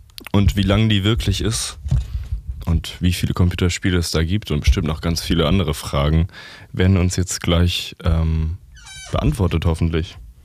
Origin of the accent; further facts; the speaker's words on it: Leipzig, Saxony, Germany; Jeder weiß, ich bin ein Leipziger Junge.